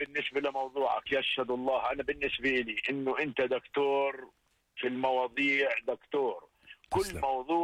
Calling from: Jordan; احنا كشعب اردني متعارف علينا انه احنا بنحب الهديه

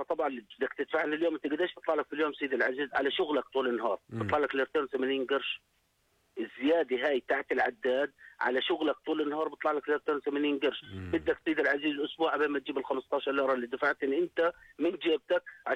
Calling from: Jordan; اول شركه رفعت الزيت عندنا في الاردن

